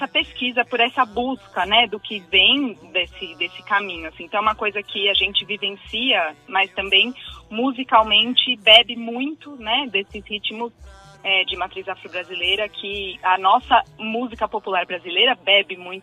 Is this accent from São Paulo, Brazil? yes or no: yes; Botucatu, São Paulo, Brazil; now in São Paulo, Brazil; Eu nasci em São Paulo, fui criada no interior, em Botucatu.